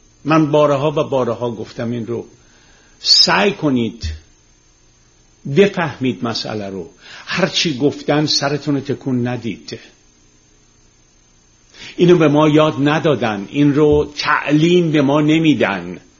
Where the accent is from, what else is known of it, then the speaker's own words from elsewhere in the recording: Tehran, Tehran Province, Iran; من روزی که خیابون و کوچه های تهران رو تیر میذاشتم که سیم برق بکشن یادمه.